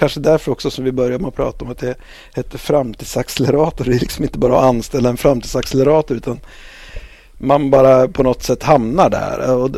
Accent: Mörsil, Jämtland County, Sweden; Och sen så tänkte jag prata lite grann om Mörsil, där jag växte upp, vad det innebär för mig.

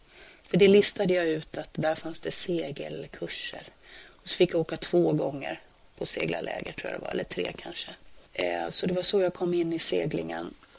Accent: Stockholm, Stockholm County, Sweden; Född i Högdalen. Uppvuxen i Högdalen. Jag är faktiskt född hemma på Skebokvarnsvägen i lägenheten.

